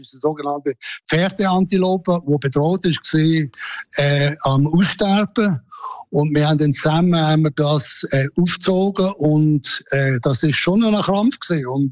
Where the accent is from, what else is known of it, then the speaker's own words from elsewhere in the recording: Switzerland; Und ich habe gesagt, ich als Schweizer muss ein bisschen Hügel haben, sonst geht das gar nicht, oder?